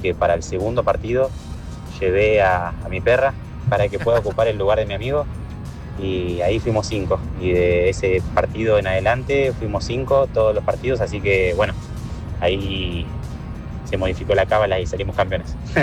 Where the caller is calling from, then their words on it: General Rodríguez, Buenos Aires Province, Argentina; de General Rodríguez.